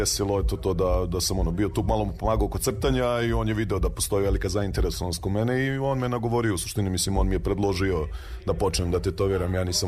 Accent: Gornji Milanovac, Moravica District, Serbia; born there; rodom sam iz Gornjeg Milanovca, već tetoviram već preko 15 godina.

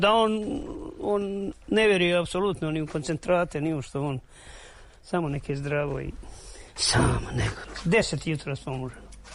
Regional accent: Konjic, Federation of Bosnia and Herzegovina, Bosnia & Herzegovina; now in Višegrad, Bosnia and Herzegovina; ja sam inače izbjegao iz Konjica u Višegrad, tako da sam bio prinuđen da ti treba, moraš raditi

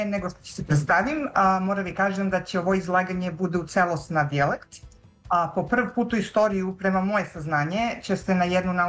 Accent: Niš, Southern and Eastern Serbia, Serbia; now in United States; A rođena sam u Niš, gde sam živela do pre 10 godine, kad sam se sa porodicom preselila u Sjedinjene Američke Države, a gde i dan danas rabotim i živim.

